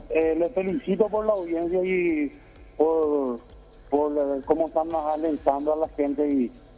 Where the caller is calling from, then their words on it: Asunción, Paraguay; yo soy en la ciudad de Asunción, pero ahora mismo le estoy escuchando en la ciudad de Villeta. Mira que yo estoy trabajando, pero tengo 2 horas de viaje de Villeta a Asunción